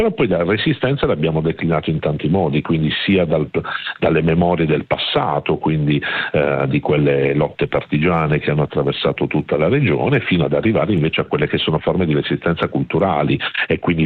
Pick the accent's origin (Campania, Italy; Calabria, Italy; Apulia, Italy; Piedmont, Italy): Apulia, Italy; Bari; sono barese